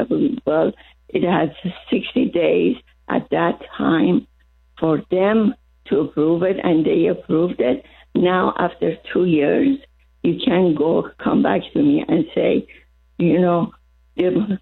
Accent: Turkey; now in California, United States; Yeah, Turkey.

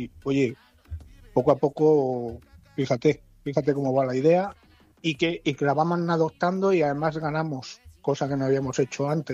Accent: Spain; Primero porque soy español, y segundo porque efectivamente, porque mi padre empezó con esto.

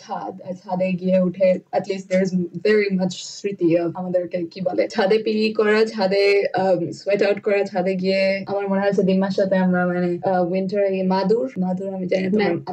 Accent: India; born there; moved away

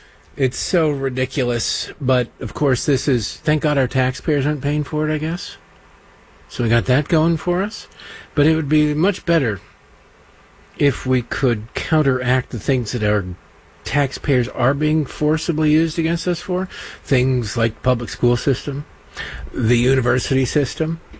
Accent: Detroit, Michigan, United States; I was hearing this growing up in Detroit.

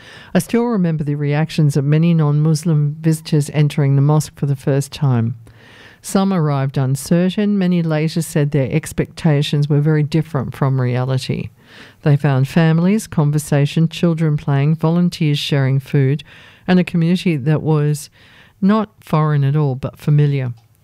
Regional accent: Australia; I remain proud of my Bangladeshi heritage. I am deeply Australian. These identities do not compete.

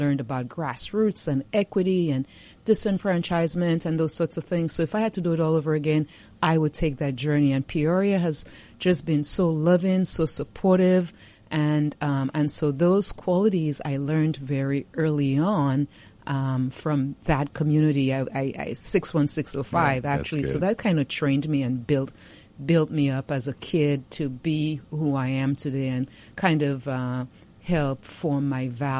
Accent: St. Croix, U.S. Virgin Islands; moved away as an adult; And I'm from St. Croix.

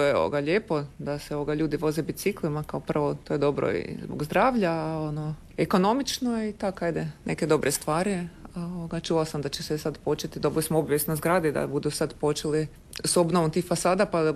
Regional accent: Podravina, Croatia; accent: Kajkavian; now in Zagreb, Croatia; ja sam iz Podravine

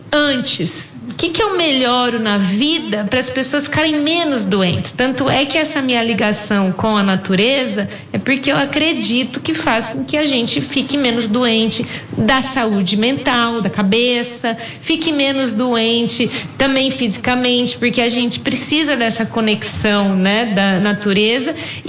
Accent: Americana, São Paulo, Brazil; Eu sou de Americana, a gente estava falando de festa do peão.

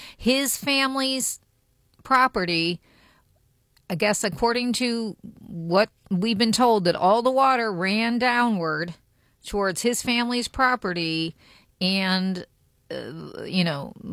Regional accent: Uniontown, Ohio, United States; I grew up in Uniontown

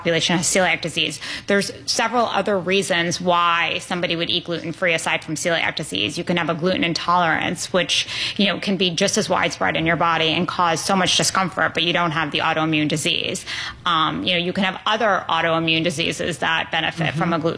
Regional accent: New York City, New York, United States; I grew up in New York City. My family owned restaurants.

